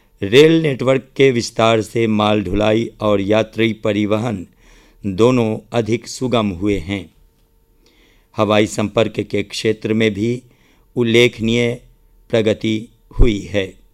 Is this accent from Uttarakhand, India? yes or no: no; Bihar, India; तो जैसा कि हम सब उत्तरी बिहार के निवासी हैं